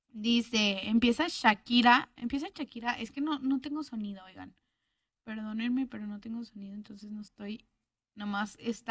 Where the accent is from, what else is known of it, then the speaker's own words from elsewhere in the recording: Mexico; Mexicana, oigan, soy mexicana.